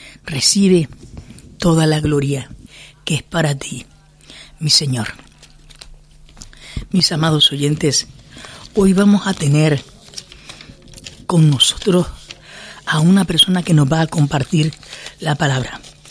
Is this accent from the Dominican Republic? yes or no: no; Canary Islands, Spain; Yo tengo que reconozco muy orgullosa además, que soy canaria.